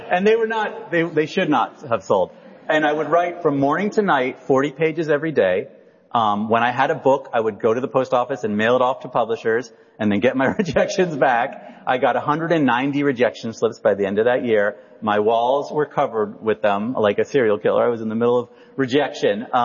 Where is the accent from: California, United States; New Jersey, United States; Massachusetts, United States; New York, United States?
New Jersey, United States; Princeton; born there; I was born in Princeton, New Jersey.